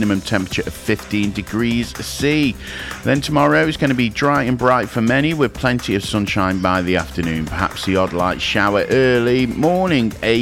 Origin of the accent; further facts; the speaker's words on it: Stoke-on-Trent, West Midlands, United Kingdom; we know we're from Stoke.